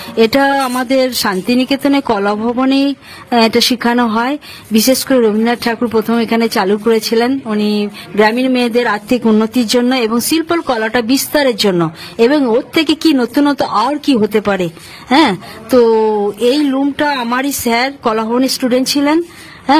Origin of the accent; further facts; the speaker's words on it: Bhatar, West Bengal, India; আমি বর্ধমান জেলার ভাতার থানার ওর গ্রামে বাসিন্দা।